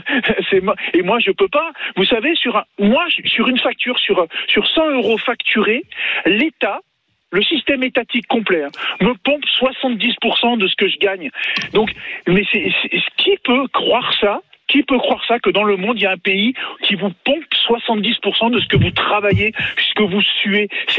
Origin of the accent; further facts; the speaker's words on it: France; Bon, moi, je suis français, je travaille avec une entreprise française.